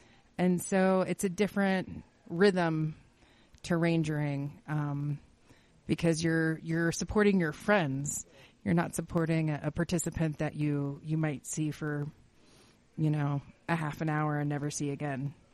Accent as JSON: {"language": "English", "region": "Midwest", "country": "United States", "moved": "as an adult", "lives_now": "Las Vegas, United States", "said": "I live in Las Vegas. Yeah, I'm originally from the Midwest, but I moved there about a year ago."}